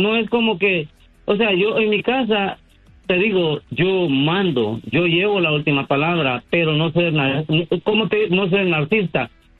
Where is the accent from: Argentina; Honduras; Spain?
Honduras; Sí, soy hondureño.